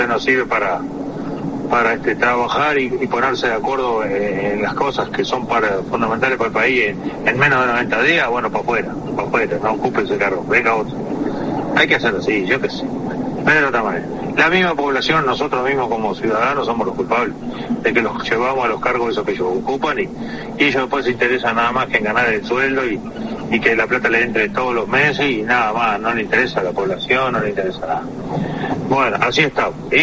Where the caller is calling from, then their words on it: Durazno, Uruguay; En ruta, vengo bajo una niebla constante desde que salí de Montevideo. Estoy en la zona de Durazno ya.